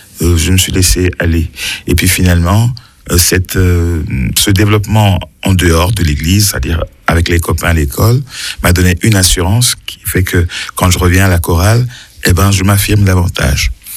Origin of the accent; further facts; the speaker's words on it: Republic of the Congo; born there; moved away; moi je suis né en Afrique, au Congo-Brazzaville